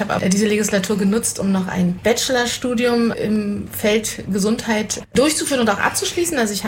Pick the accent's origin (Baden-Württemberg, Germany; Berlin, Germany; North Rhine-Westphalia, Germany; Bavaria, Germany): Berlin, Germany; born there; moved away as an adult; now in Quedlinburg, Germany; ich bin 48 Jahre alt, in Ost-Berlin geboren, wohne seit 2008 in Sachsen-Anhalt und zwar in Quedlinburg